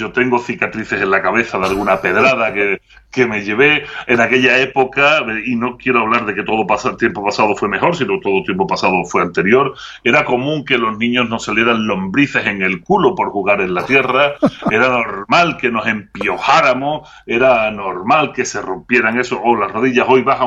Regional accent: Andalusia, Spain; moved away; en mi tierra, en Andalucía

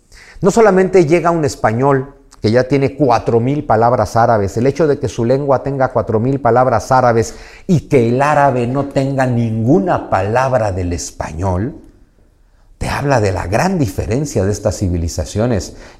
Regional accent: Mexico; first language Spanish; los mexicanos no volamos cometas, volamos papalotes.

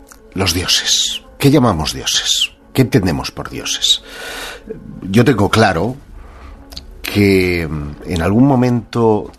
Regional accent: Terrassa, Catalonia, Spain; Ese es mi ciudad natal.

